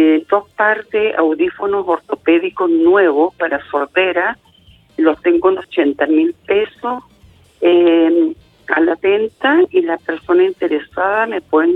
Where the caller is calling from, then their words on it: San Pedro de la Paz, Biobío, Chile; San Pedro La Paz